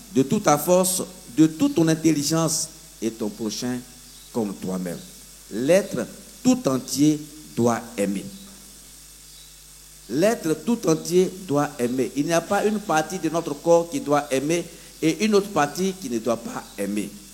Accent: Côte d’Ivoire; chez nous, en Côte d'Ivoire

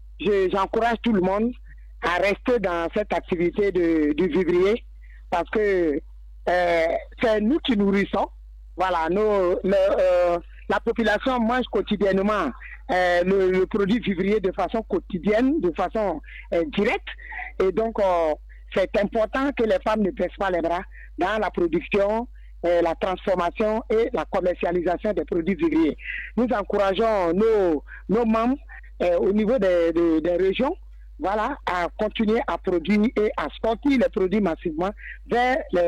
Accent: Sassandra-Marahoué, Côte d’Ivoire; je suis de la Maraouais.

